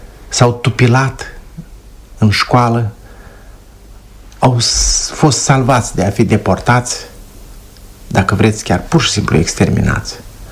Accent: Moldova; copil fiind, mă așezeam undeva în vie, în grădină sau într-un pom și priveam depărtarea, depărtările în amurg. În față aveam limanul râului Botna

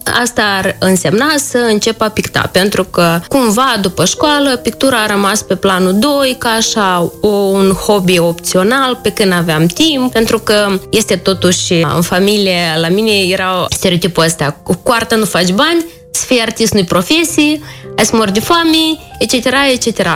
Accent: Chișinău, Moldova; born there; also born or lived in Bender, Moldova; Eu m-am născut în orașul Bender, din zona Tighina, dar am plecat de acasă să-mi fac studiile, cred că la 9 ani de zile, în clasa 3-a. Deci începând de la 9 ani de zile, sunt aici la Chișinău, mai aproape de limba română.

